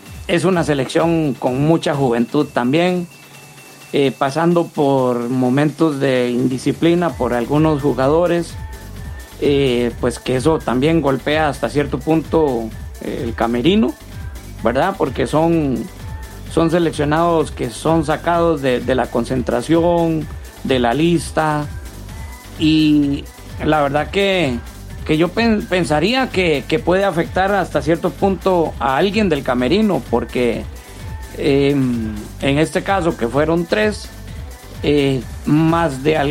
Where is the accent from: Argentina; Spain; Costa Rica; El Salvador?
Costa Rica